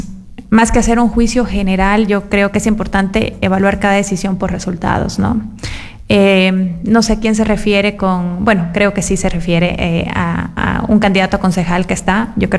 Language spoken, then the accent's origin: Spanish; Loja, Ecuador; Toda mi vida he vivido en la Catacochi Sucre, en el barrio Máximo Agustín Rodríguez. Es el precursor de la Posta de la Lojanidad.